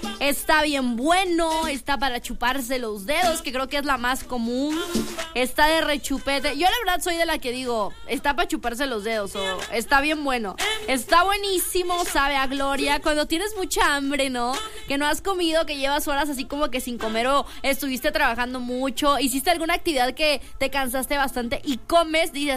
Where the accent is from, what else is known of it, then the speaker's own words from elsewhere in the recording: Mexico; Así somos los mexicanos.